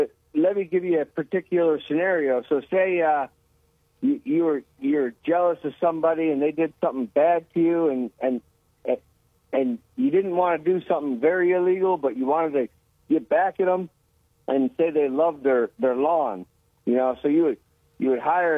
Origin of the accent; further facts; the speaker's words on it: United States; born and raised here in the good old USA.